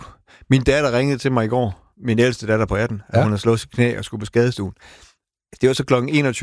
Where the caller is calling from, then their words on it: Aalborg, North Denmark Region, Denmark; det er jeg jo fra Aalborg.